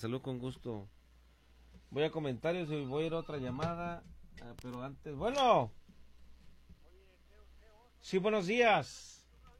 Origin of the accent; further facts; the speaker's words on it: Mexico; así somos los mexicanos, ¿eh? Fronterizos, centro de la ciudad y sureños